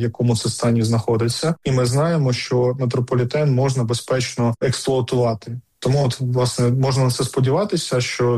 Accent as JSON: {"language": "Ukrainian", "region": "Kyiv", "country": "Ukraine", "said": "Ну, власне, ми це вміємо, ми кияни це вміємо."}